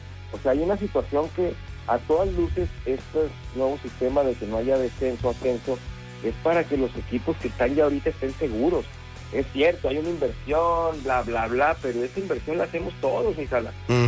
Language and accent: Spanish; Culiacán, Sinaloa, Mexico; moved away; also born or lived in Tijuana; La primera en mi ciudad natal, Culiacán